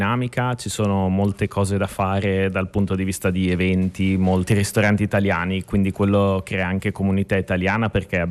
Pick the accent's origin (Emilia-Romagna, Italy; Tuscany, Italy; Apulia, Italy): Emilia-Romagna, Italy; Bologna; now in Miami, United States; da concittadino del numero 1 nella classifica, Kimi Antonelli.